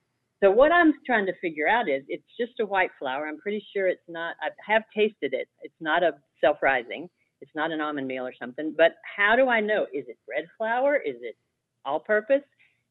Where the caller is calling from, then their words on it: Papua, Indonesia; I'm calling from Papua on the island of New Guinea in Indonesia.